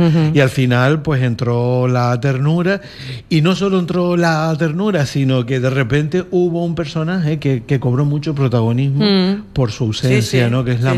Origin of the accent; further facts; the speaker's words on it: Arrecife, Canary Islands, Spain; Y yo, que he nacido aquí, que he vivido siempre en Arrecife, que me he criado, que salvo la época en la que estuve fuera estudiando y demás